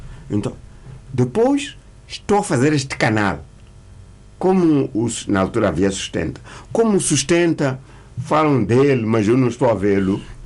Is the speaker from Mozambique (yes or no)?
yes; Jangamo, Inhambane, Mozambique; mas ele é um grande agricultor agora em Jangamo, minha terra.